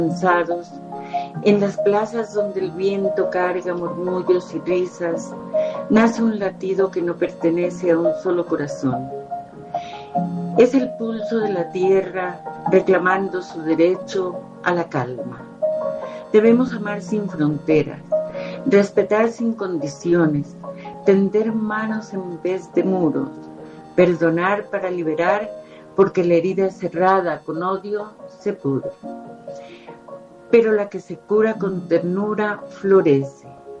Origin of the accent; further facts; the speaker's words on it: Colombia; colombiana.